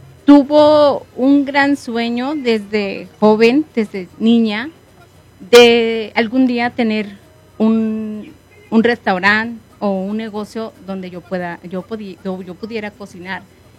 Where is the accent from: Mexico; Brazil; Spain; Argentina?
Mexico; Ciudad Juárez, Chihuahua; now in Denver, United States; Yo soy de Ciudad Juárez, Chihuahua, y pues mi sazón viene de allá.